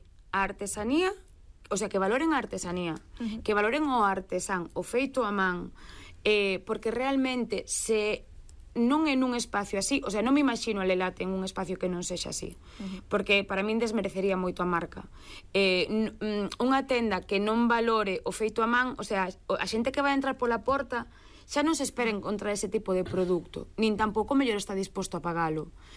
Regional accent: Pazos de Borbén, Galicia, Spain; Eu son de Pazos de Borbén.

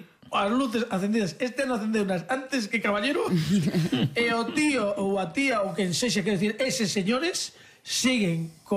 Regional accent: Vigo, Galicia, Spain; xa que sinto Galicia que somos de Vigo

